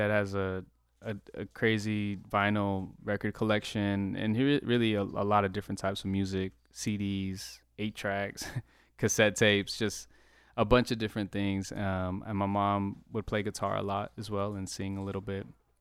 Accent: Arizona, United States; also born or lived in California; Like I grew up, went to high school in Arizona and college out there, so I spent some time there, and I have family in LA, so spent some time in California.

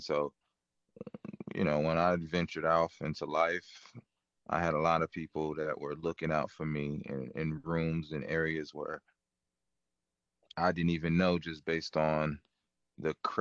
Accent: Austin, Texas, United States; So, but we're all from East Austin. I was born here in Breckenridge.

